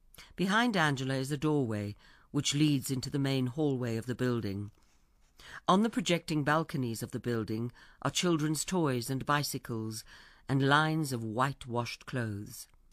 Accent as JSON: {"language": "English", "region": "Western Region", "country": "Uganda", "moved": "yes", "said": "He came with me when I came down here from Uganda. I lived near to the Congo border, near the Semliki River."}